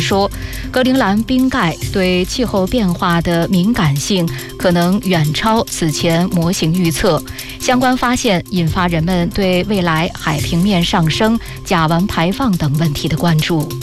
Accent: Latvia; Chinese is a second language

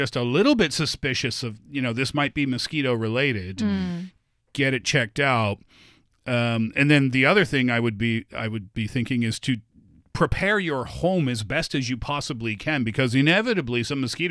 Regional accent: Canada; moved away; growing up in Canada

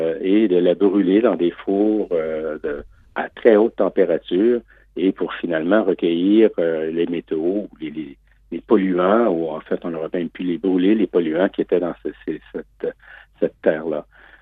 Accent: Canada; Même pour nous qui avons la chance de voyager, d'aller souvent en Chine quand on est Canadien

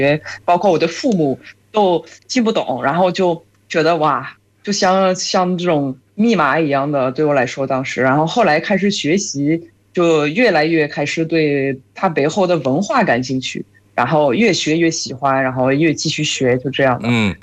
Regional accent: France; Chinese is a second language; moved away

